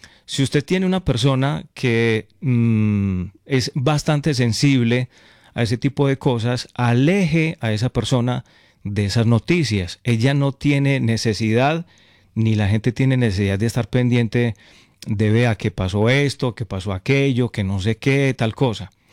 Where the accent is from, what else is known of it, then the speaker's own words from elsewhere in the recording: Concordia, Antioquia, Colombia; Como ustedes saben, ella vive en Concordia, yo soy del pueblo, yo soy de Concordia.